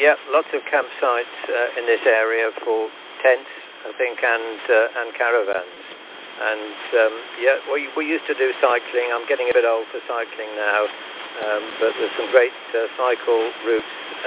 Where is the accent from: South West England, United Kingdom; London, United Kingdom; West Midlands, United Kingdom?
West Midlands, United Kingdom; Stourbridge; I'm from Stourbridge. That's my base.